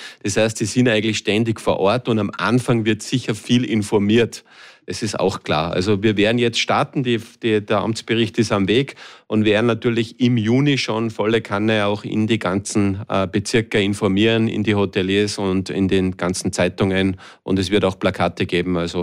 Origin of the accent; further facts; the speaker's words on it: Salzburg, Austria; dass ich bei ihm eben im Bongau nicht opfern habe dürfen als Salzburger mit einem S-Kennzeichen.